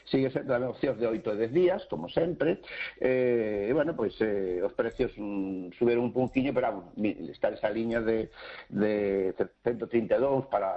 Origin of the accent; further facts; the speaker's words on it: Galicia, Spain; sino tamén a onde vamos nós tamén como galegos.